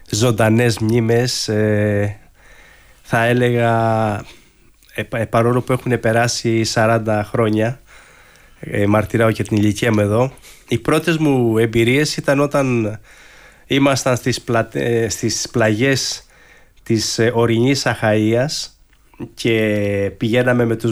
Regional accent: Greece; Ξεκινούσαμε από τον Καλαμιά που είναι το χωριό μου

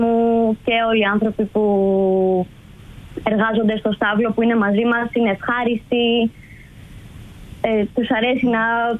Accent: Greece; also born or lived in Netherlands; now in Seville, Spain; φεύγοντας από την Ελλάδα νιώθω ότι μου δίνονται μεγαλύτερες πιθανότητες να εκπροσωπήσω πιο περήφανα την πατρίδα μου.

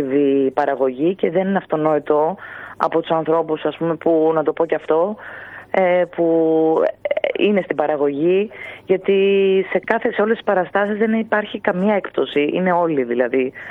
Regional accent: Greece; αισθάνομαι περήφανη που είμαι Ελληνίδα.

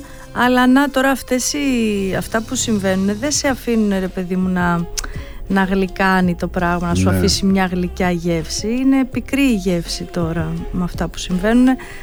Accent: Aigio, West Greece, Greece; εκεί στα μέρη μου, εκεί στο Αίγιο, στην Άκολη, από πάνω.

